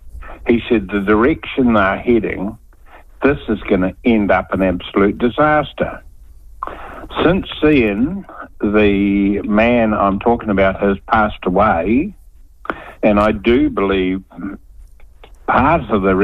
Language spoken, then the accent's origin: English; Southland, New Zealand; I'm the director, one of the directors from the deep south. I come from Southland.